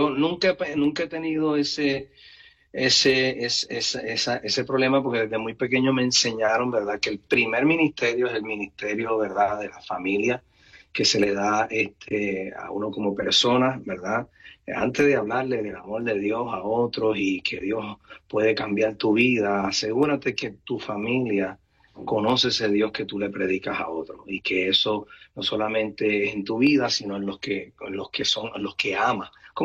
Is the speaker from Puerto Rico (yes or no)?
yes; Puerto Rico; simple hijo de Dios, criado en el Evangelio, padres pastores, ¿verdad? Somos de acá, de Puerto Rico, de profesión ingeniero